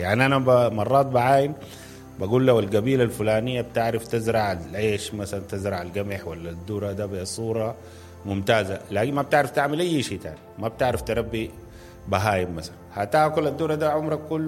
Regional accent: Sudan; ربنا لما خلقنا في السودان

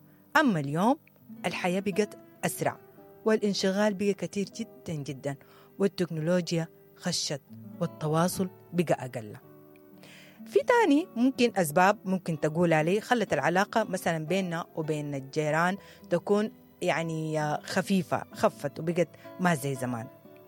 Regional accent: Sudan; إحنا كمجتمع سوداني معروفين بحبنا للجيرة

